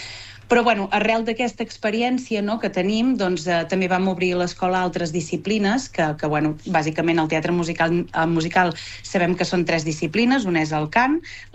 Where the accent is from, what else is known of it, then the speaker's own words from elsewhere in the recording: Olot, Catalonia, Spain; Com que jo soc d'Olot